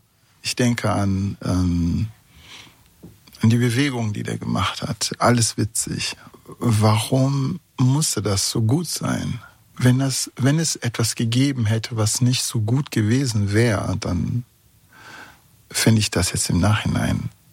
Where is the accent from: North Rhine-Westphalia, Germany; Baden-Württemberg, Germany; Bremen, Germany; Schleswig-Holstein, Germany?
North Rhine-Westphalia, Germany; Bonn; aber auch dann als Zaungast und als Bonner und dann heißt es, da war was und die haben das und das gesagt